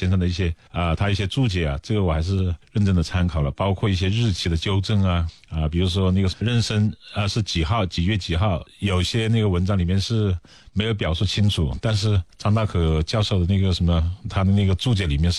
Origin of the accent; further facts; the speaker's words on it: Hunan, China; 我是一个湖南人啊